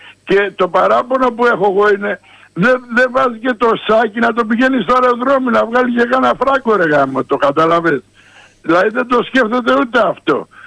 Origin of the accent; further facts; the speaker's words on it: Greece; επειδή είμαστε από εδώ, επειδή είμαστε Έλληνες.